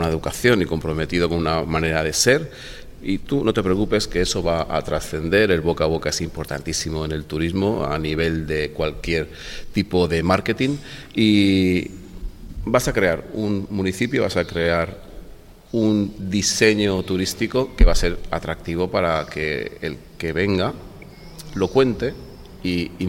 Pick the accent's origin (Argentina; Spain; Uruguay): Spain; Benidorm, Valencian Community; Mira, yo vengo, soy nacido en Benidorm y me he criado en la playa de Benidorm y su arena